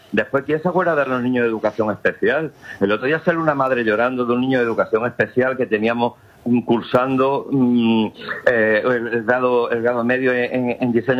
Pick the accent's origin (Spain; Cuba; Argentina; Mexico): Spain; Ceuta; yo tengo 50 años, yo nací en Ceuta, estudié fuera, como todos los chavales que queremos tener una carrera universitaria, una formación fuera de mi ciudad, pero yo decidí volver.